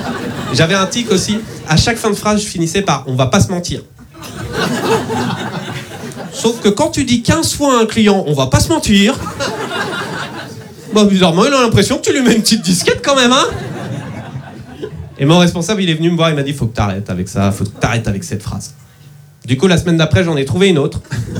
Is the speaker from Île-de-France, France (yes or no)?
no; Nantes, Pays de la Loire, France; je suis nantais et dyslexique.